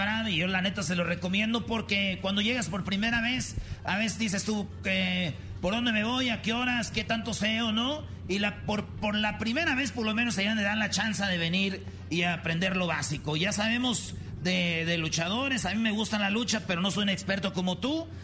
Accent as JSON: {"language": "Spanish", "region": "Michoacán", "country": "Mexico", "said": "Tú eres de Sonora y me llama la atención, yo soy de Michoacán"}